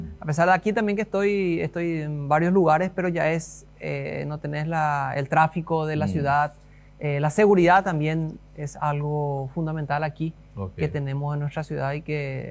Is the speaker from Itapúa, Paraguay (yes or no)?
no; Asunción, Paraguay; moved away as an adult; now in Filadelfia, Paraguay; En Asunción. Soy originario de Asunción. Estoy ya viviendo aquí 14 años.